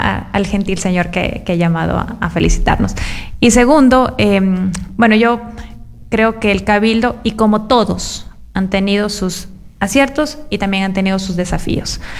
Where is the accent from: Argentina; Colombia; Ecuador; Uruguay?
Ecuador; Loja; Toda mi vida he vivido en la Catacochi Sucre, en el barrio Máximo Agustín Rodríguez. Es el precursor de la Posta de la Lojanidad.